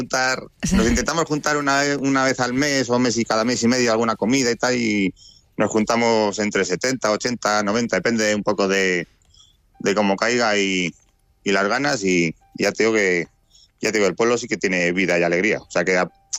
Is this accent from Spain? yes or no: yes; Iriepal, Castilla-La Mancha, Spain; moved away as an adult; yo me crié en Guadalajara.